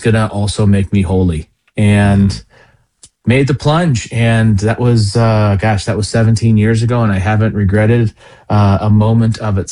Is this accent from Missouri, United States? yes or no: yes; St. Louis, Missouri, United States; my hometown of St. Louis